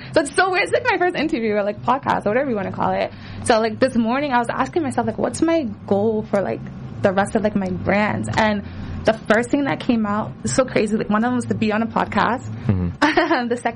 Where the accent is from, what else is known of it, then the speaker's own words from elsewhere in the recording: Nigeria; Man, I'm Nigerian. My shouts can go on forever, so let's just cut it here.